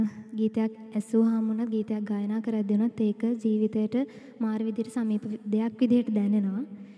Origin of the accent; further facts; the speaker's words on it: Galigamuwa, Sabaragamuwa Province, Sri Lanka; මගේ ගම කෑගල්ලේ ගලිගමුවේ.